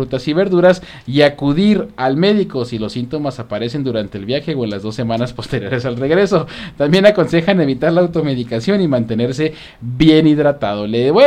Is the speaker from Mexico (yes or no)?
yes; Mexico; soy orgullosamente mexicano